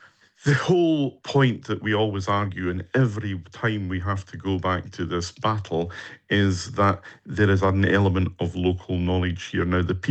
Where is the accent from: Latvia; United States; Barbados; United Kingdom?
United Kingdom; Islay, Scotland; I was born and brought up on Isla.